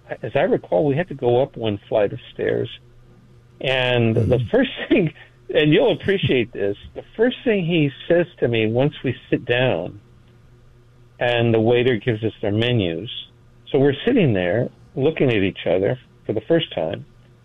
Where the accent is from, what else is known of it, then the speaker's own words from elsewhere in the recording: Los Angeles, California, United States; born there; No, look, I was born in East Los Angeles. So right off the bat, you know, I'm born on the wrong side of tracks, of the tracks in L.A., right?